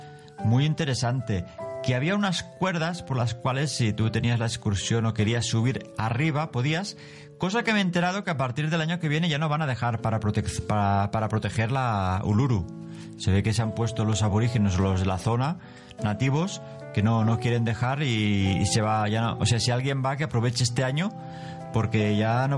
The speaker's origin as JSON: {"language": "Spanish", "town": "Barcelona", "region": "Catalonia", "country": "Spain", "said": "nosotros que somos de Barcelona"}